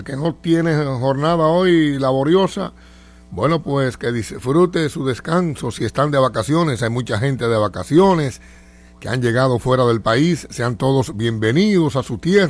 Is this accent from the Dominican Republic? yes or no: yes; Dominican Republic; Esta es la República Dominicana y desde el centro, desde aquí, desde Santiago de los Caballeros, originamos este sano encuentro matinal.